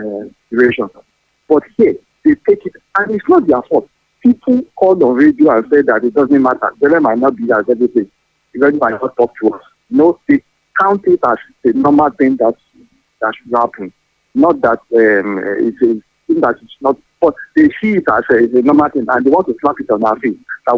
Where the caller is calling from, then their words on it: Makola, Greater Accra, Ghana; I'm calling from Makola.